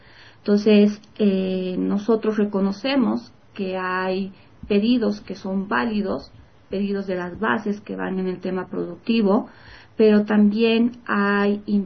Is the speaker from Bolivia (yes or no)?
yes; Bolivia; vivir de manera digna como bolivianos.